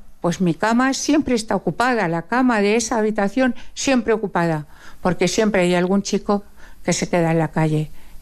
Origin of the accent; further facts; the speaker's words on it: La Puebla de Almoradiel, Castilla-La Mancha, Spain; born there; nos íbamos a dedicar a viajar y a venir a la Puebla, donde yo tengo una casa. Yo nací en la Puebla de Almoradiel.